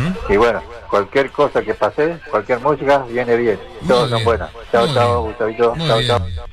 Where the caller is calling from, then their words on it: Carmen de Patagones, Buenos Aires Province, Argentina; te estoy llamando de acá por la 88.5, Carmen de Patagones